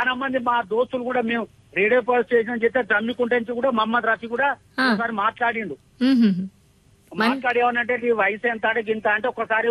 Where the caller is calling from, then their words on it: Warangal district, Telangana, India; మాది వరంగల్ జిల్లా సంగమన్నం మున్రాయ గ్రామం.